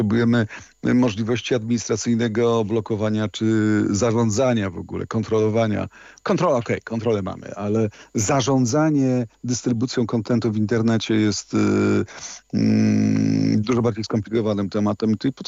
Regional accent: Kraków, Lesser Poland, Poland; born there; now in Warsaw, Poland; Ja jestem krakowianinem z urodzenia, mieszkam w Warszawie

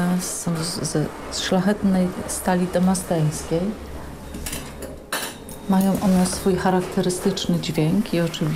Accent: Nowa Ruda, Lower Silesian Voivodeship, Poland; born there; Urodziłam się w Nowej Rudzie w 1966 roku.

